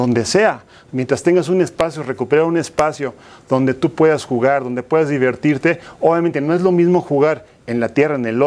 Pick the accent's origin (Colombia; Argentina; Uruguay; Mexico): Mexico; Mexico City; Soy de Magdalena Contreras